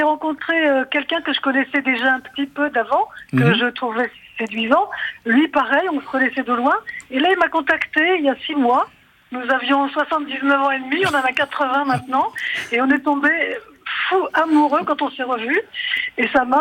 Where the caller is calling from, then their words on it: Paris, Île-de-France, France; J'appelle de Paris.